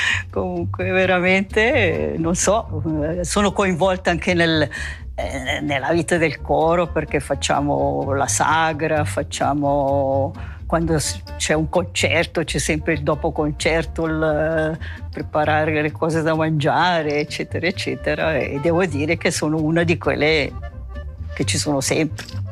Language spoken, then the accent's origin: Italian; Bellinzona, Ticino, Switzerland; moved away as an adult; now in Lugano, Switzerland; sono nata a Bellinzona, sono cresciuta a Bellinzona, adesso sono 54 anni che sono a Lugano.